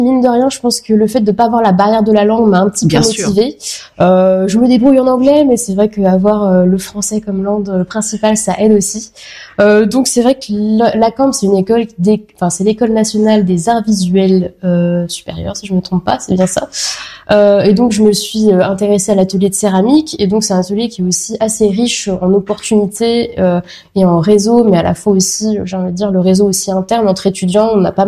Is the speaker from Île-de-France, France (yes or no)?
yes; Coulommiers, Île-de-France, France; moved away as an adult; also born or lived in Paris; now in Brussels, Belgium; moi je suis originaire de la ville de Coulommiers, donc la ville du fromage. Donc je viens d'une famille fromagère